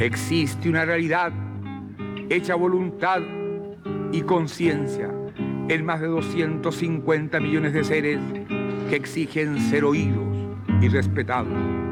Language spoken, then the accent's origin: Spanish; Chile; Vengo de Chile, un país pequeño, pero donde hoy cualquier ciudadano es libre de expresarse como mejor prefiera